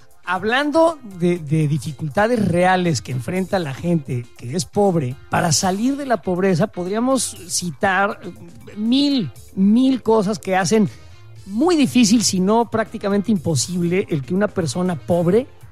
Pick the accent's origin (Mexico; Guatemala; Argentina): Mexico; moved away; Soy mexicano, nací en México.